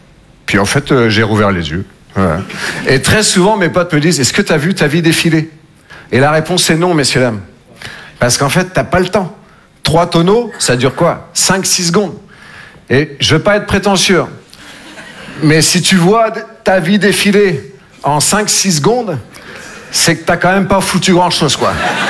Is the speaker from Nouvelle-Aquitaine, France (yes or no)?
yes; Nouvelle-Aquitaine, France; Moi je viens des Deux-Sèvres, je sais pas si vous connaissez. Entre la Vienne et la Vendée.